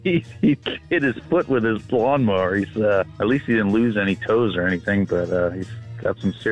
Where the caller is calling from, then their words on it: Emerald, Pennsylvania, United States; I'm calling from Emerald, Pennsylvania.